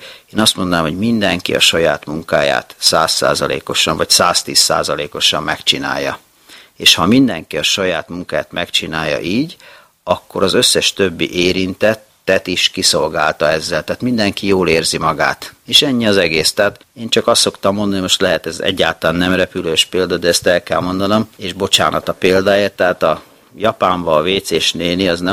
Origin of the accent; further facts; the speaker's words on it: Hungary; de azért én magyar ember vagyok